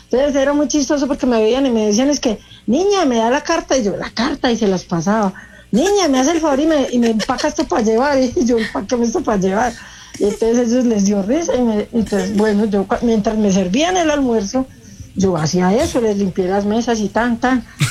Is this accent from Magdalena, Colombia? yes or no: no; Manizales, Caldas, Colombia; Yo soy de Manizales, Caldas, la ciudad